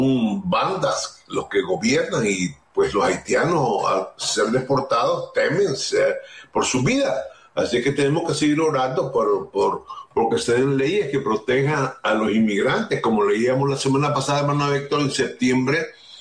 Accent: El Salvador; now in United States; nosotros somos salvadoreños, vinimos huyendo de la guerra.

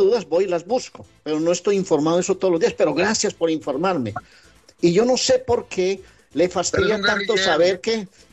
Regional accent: Colombia; soy un colombiano que viene con gusto a Boston a disfrutar de su familia

